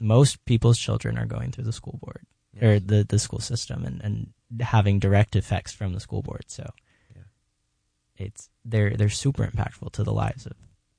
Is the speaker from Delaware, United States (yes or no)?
yes; Delaware, United States; moved away; I come from Delaware, where the majority of people that move into Delaware are coming for the Air Force.